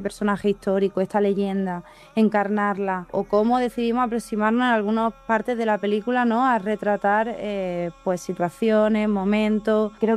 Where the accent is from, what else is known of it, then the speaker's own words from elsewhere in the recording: Granada, Andalusia, Spain; now in Madrid, Spain; Yo soy una directora de Granada, afincada ahora en Madrid.